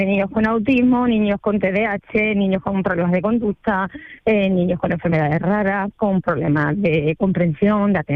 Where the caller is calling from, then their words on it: Osuna, Andalusia, Spain; estoy en Osuna, porque yo vivo en Osuna